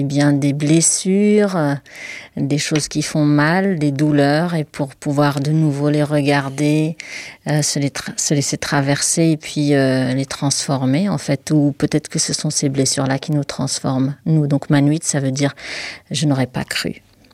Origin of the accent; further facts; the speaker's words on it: Morocco; first language Moroccan Arabic; French is a second language; l'arabe parlé marocain, oui, tout à fait, la darija. Donc c'est avec cette langue-là que je chante, c'est ma langue maternelle. Et les musiques, les sons, les rythmes sont d'inspiration de tous les rythmes du Maroc.